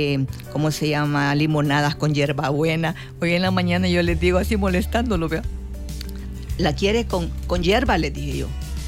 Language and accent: Spanish; Chalchuapa, Santa Ana, El Salvador; Yo nací en Chalchuapa.